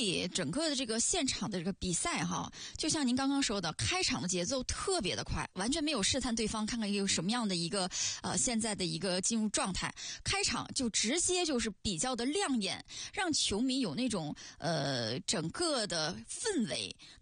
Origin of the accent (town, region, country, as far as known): Yanbian, Jilin, China